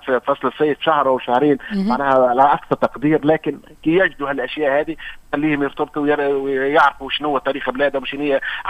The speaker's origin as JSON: {"language": "Arabic", "country": "Tunisia"}